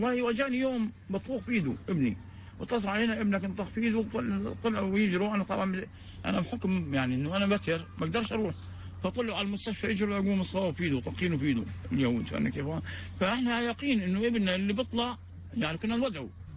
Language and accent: Arabic; Gaza, Gaza Strip, Palestine; أنا واحد من أهل غزة